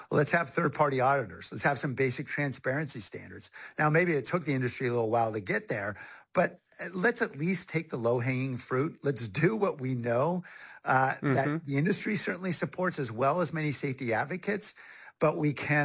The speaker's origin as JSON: {"language": "English", "region": "California", "country": "United States", "said": "I'm from Silicon Valley. I support AI development."}